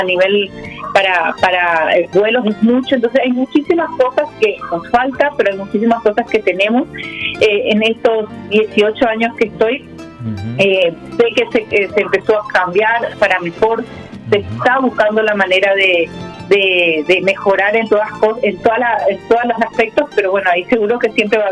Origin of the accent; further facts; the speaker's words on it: Paraguay; ¿vos de dónde sos? De Paraguay.